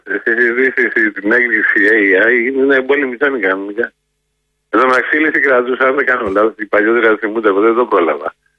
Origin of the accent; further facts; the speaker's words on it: Kokkinia, Attica, Greece; born there; Εγώ γεννήθηκα στην Κοκκινιά, από εργάτες.